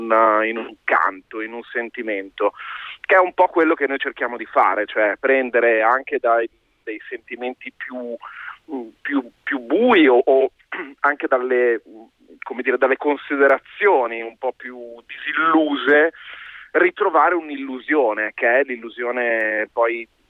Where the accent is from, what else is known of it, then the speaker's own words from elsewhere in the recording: Milan, Lombardy, Italy; also born or lived in Genoa; te lo dico da milanese, tra l'altro, da nato e cresciuto a Milano